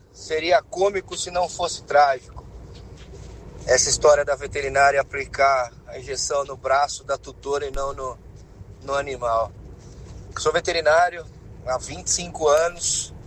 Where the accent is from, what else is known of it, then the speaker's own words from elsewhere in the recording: Jundiaí, São Paulo, Brazil; Sou de Jundiaí.